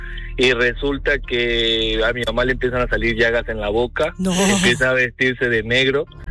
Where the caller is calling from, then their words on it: Villahermosa, Tabasco, Mexico; Desde Villahermosa, Tabasco.